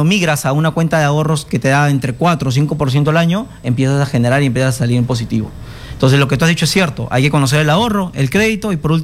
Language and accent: Spanish; Lima, Peru; born there; Yo nací acá en Lima, ya yo soy tercera generación.